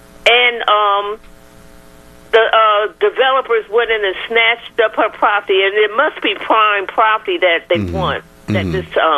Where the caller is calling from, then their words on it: Philadelphia, Pennsylvania, United States; I'm from North Philadelphia too.